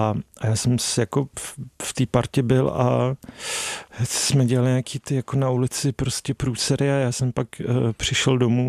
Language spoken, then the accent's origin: Czech; Kadaň, Ústí nad Labem Region, Czechia; Jo, já jsem z Kadaně, což je teď nádherný, malebný, takový jako blahobytný městečko, ale v těch 90. to bylo jakoby hrozný.